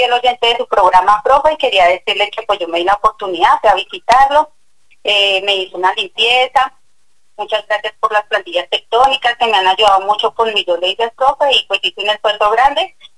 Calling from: Bogotá, Colombia; El barrio Lindalito, profe.

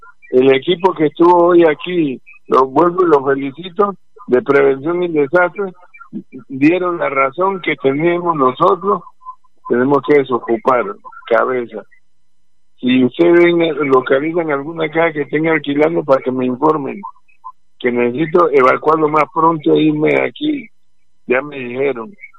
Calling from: Buenaventura, Valle del Cauca, Colombia; yo de Buenaventura no me voy, mi hija me dice que para que me vaya para Medellín, yo no me voy. Prefiero, aquí muero en mi tierra

